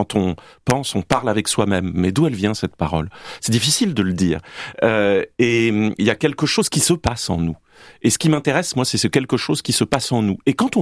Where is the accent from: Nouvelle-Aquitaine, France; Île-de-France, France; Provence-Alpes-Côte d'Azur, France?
Nouvelle-Aquitaine, France; Bordeaux; je suis bordelais